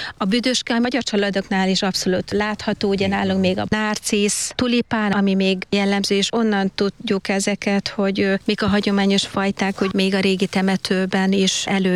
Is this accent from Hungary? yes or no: yes; Hungary; én magyar lány vagyok, igen.